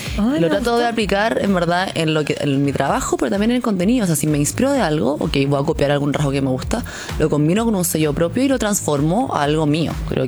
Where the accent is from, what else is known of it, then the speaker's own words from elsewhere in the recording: Chile; Soy chilena, soy coreana. En verdad no soy tan coreana si estoy allá, pero acá andamos tan chilena.